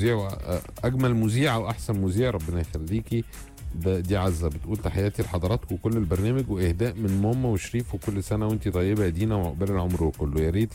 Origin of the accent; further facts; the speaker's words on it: Mansoura, Dakahlia, Egypt; now in Frankfurt, Germany; معاكم في السكه من زمان في المانيا فرانكفورت, دلوقتي في اجازه في مصر في بلدي المنصوره بالاس